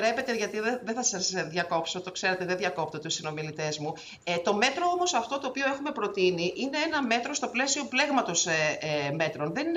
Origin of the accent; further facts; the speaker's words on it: Kallithea, Attica, Greece; εγώ κατάγομαι και μεγάλωσα στην Καλλιθέα